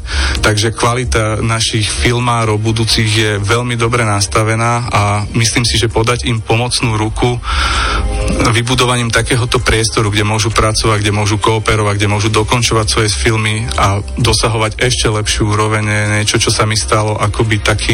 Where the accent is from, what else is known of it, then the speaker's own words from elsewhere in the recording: Sereď, Trnava Region, Slovakia; ja som rodák zo Serede